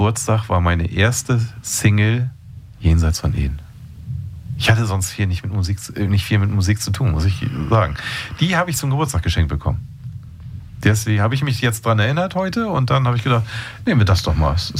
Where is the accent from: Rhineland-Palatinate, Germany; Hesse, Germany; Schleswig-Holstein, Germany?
Schleswig-Holstein, Germany; Ja, ich bin ja eher östlich ausgerichtet gewesen, weil mein Heimatort nah an Lübeck war.